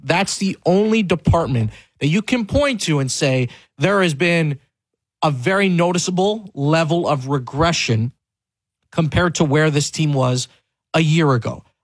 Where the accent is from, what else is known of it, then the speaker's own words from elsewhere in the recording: Canada; as Canadian sports fans